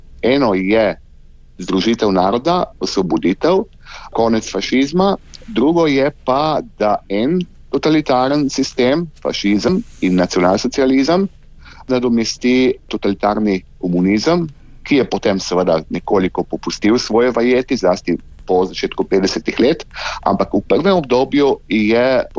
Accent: Gorica, Slovenian Littoral, Slovenia; born there; kot Primorec, Goričan, sem na to svoje poreklo zelo ponosen, na svojo deželo imam rad.

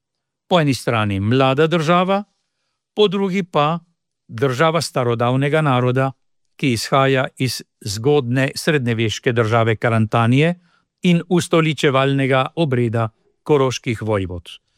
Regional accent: Argentina; Kot Slovenec iz Argentine in edini iz diaspore

